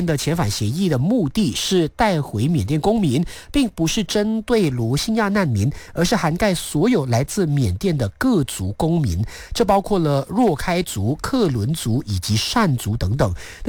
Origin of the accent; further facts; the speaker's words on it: Malaysia; 我们马来西亚人